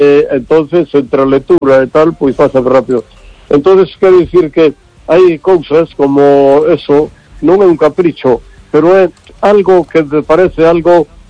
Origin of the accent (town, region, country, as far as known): Vigo, Galicia, Spain